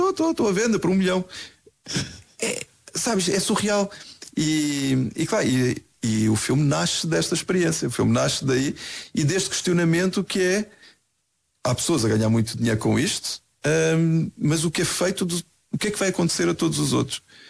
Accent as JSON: {"language": "Portuguese", "country": "Mozambique", "said": "Eu sou moçambicano, na verdade."}